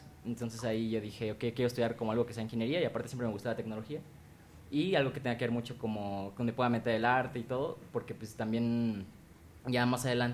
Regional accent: León, Guanajuato, Mexico; moved away as an adult; also born or lived in Querétaro, Mexico; now in Bogotá, Colombia; Vengo igual de la Universidad Autónoma de Querétaro. Realmente yo soy de otra ciudad muy cerquita de Querétaro, que se llama León, en el estado de Guanajuato.

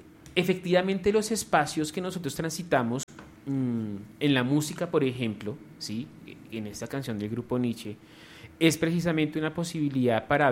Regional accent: Colombia; para vernos como colombianos

